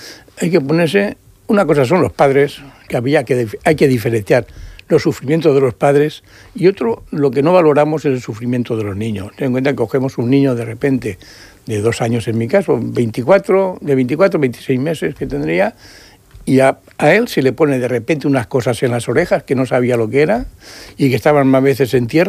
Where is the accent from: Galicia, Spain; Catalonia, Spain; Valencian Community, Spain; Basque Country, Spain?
Valencian Community, Spain; Valencia; born there; Yo tengo infraestructura en Valencia, porque soy de Valencia. Bueno, nacido allí, pero